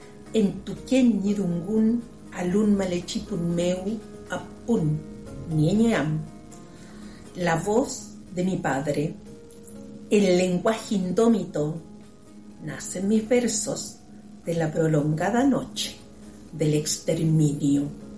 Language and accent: Spanish; Gualinto, Los Lagos, Chile; also born or lived in Osorno; prácticamente nací allá, porque si bien es cierto nací en Osorno, pero me crié en este sector Gualinto porque nos llevaban ahí a la casa de nuestros abuelos